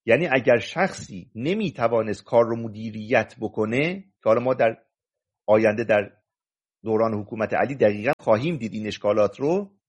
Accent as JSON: {"language": "Persian", "region": "Mazandaran", "country": "Iran", "said": "من مازندرانی میتوانم با یک شیرازی، با یک نفر لور، با یک نفر ترک، با یک نفر بلوچ بریم آموزش ببینیم"}